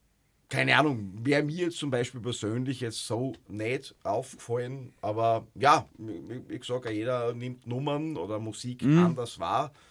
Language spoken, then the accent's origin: German; Graz, Styria, Austria; ja, wir sind aus Graz